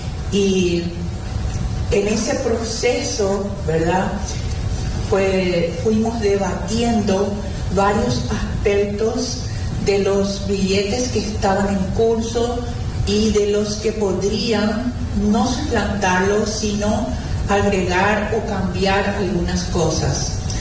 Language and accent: Spanish; Paraguay